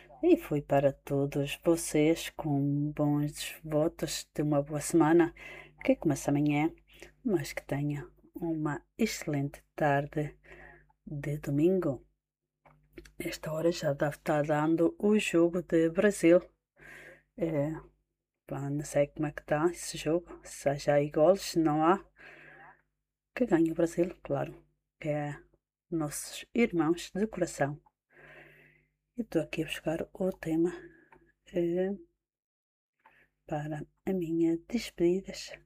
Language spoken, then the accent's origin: Portuguese; Portugal; Somos portugueses.